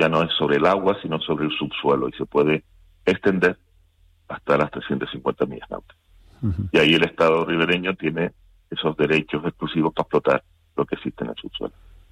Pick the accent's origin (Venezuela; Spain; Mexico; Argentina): Spain; Canary Islands